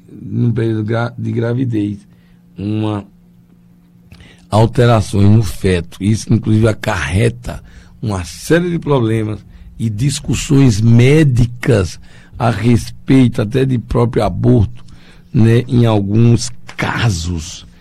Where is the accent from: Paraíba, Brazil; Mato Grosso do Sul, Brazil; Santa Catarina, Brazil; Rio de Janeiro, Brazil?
Paraíba, Brazil; Campina Grande; Mandando um abraço fraterno a todos os meus amigos daqui de Campina Grande, a minha cidade natal.